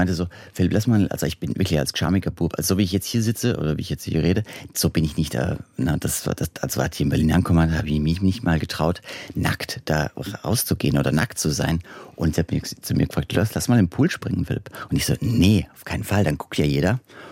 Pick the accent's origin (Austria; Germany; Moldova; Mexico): Austria; also ich komme aus Österreich, also so einer patriarchal geprägten, ne, christsozialen Welt